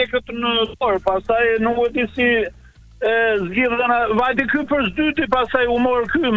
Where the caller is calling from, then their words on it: Elbasan, Elbasan County, Albania; Jam një shofer nga Elbasani.